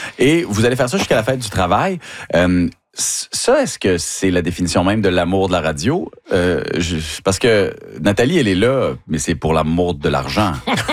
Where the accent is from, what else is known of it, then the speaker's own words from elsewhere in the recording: Quebec, Canada; Quand on vient du Saguenay-Lac-Saint-Jean